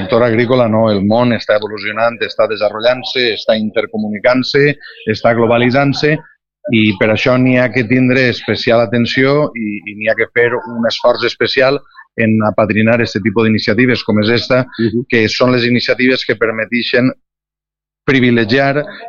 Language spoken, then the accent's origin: Catalan; Valencian Community, Spain; sabent valencià com som valencians i estaguent conforme estem en el mig rural